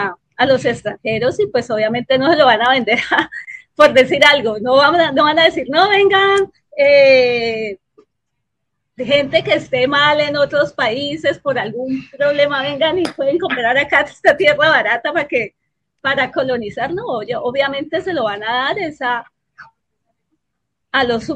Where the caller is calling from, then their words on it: Cali, Valle del Cauca, Colombia; Desde Cali.